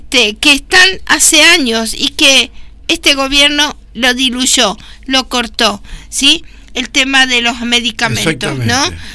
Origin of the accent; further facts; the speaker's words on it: Argentina; Republicano y federal. Somos argentinos. A eso se refiere cuando decimos República Argentina, con un gobierno democrático y federal, porque abarca desde el norte al sur, desde el este al oeste